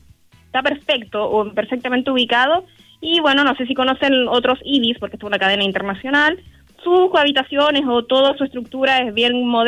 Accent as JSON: {"language": "Spanish", "town": "Pirque", "region": "Santiago Metropolitan Region", "country": "Chile", "said": "yo soy originalmente de Pirque, mi familia es de allá y todo, y me sentí en Pirque."}